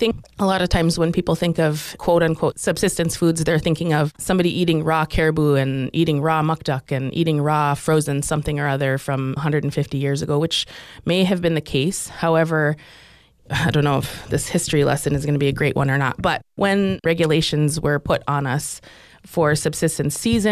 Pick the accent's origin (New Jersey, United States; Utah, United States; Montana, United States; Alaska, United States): Alaska, United States; Kotzebue; also born or lived in Selawik, Alaska; So I grew up in Kotzebue and Sisolik